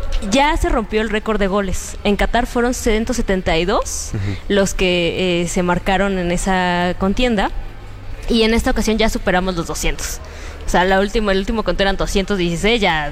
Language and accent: Spanish; Mexico; Pero ¿sabes qué? Somos mexicanos.